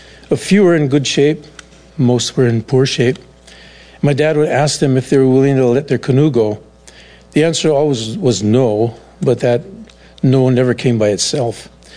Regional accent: Honokaa, Hawaii, United States; also born or lived in Laupahoehoe; I was born in Lapu'ihoi, but grew up in Honoka'a. And while my last name is Swedish, I was raised in a Portuguese family.

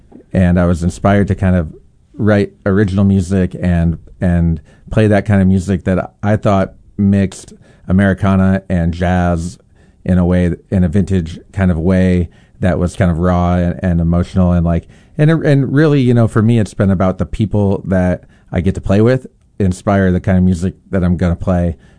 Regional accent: Midwest, United States; I guess I grew up in the Midwest and it's always been part of who I am as a musician.

